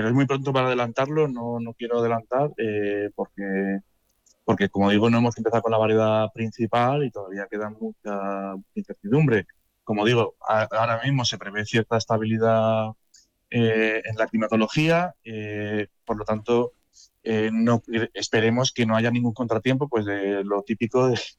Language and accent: Spanish; Spain